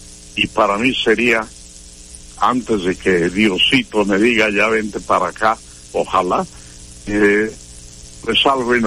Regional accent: Mexico; now in Guadalajara, Mexico; Guadalajara, que es donde radico

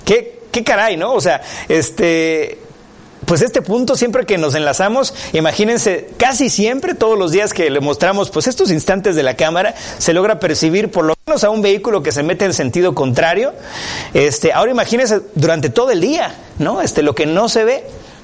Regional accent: Chiapas, Mexico; A veces somos de Chiapas y no conocemos todos estos lugares tan bonitos

